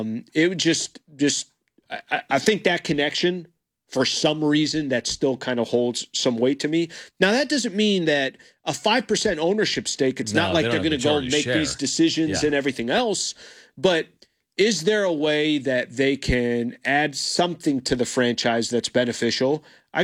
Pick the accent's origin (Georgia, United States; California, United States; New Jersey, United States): California, United States; San Diego; a team that Jesse and I have loved since we were kids growing up in San Diego.